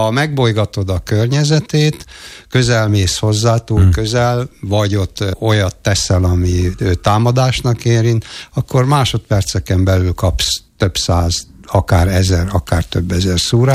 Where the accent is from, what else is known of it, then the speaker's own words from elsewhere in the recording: Hungary; 60 éve vidéken nőttem fel egy paraszt családban